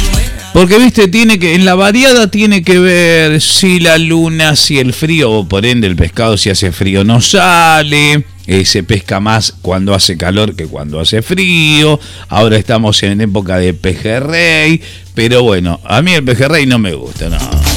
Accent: General Rodríguez, Buenos Aires Province, Argentina; soy de General Rodríguez. Ah, mirá vos. Sí, allá por Luján

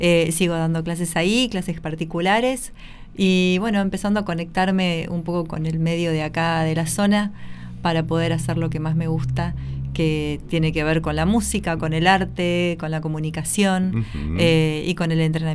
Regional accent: Bariloche, Río Negro, Argentina; now in Luján, Argentina; vengo de Bariloche, recientemente caí en Buenos Aires desde octubre y finalmente a Luján desde marzo.

